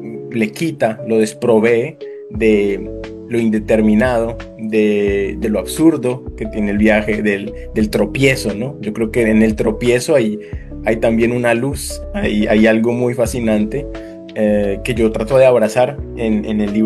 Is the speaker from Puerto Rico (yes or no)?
no; Colombia; también como colombiano, como reportero colombiano